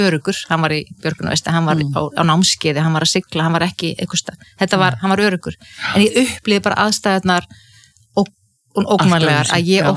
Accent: Ísafjörður, Westfjords, Iceland; já, ég óttaðist sjóin sem kannski líka tengist því að ég alveg upp á Ísafirði þar sem voru 10 sjóslys og menn drukknuðu

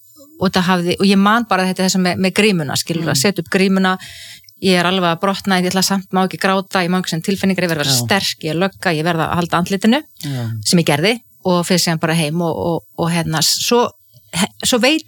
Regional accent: Ísafjörður, Westfjords, Iceland; já, ég óttaðist sjóin sem kannski líka tengist því að ég alveg upp á Ísafirði það sem voru 10 sjóslys og menn drukknuðu

